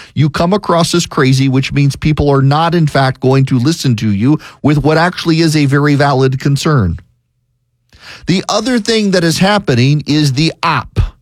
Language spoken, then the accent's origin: English; Dubai, United Arab Emirates; I grew up in Dubai and know all about the Muslim Brotherhood.